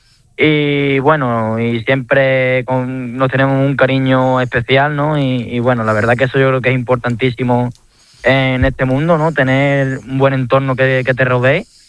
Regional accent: Seville, Andalusia, Spain; also born or lived in Mairena; Sevilla es mi tierra

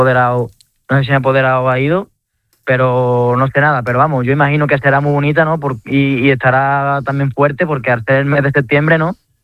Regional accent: Seville, Andalusia, Spain; also born or lived in Mairena; Sevilla es mi tierra

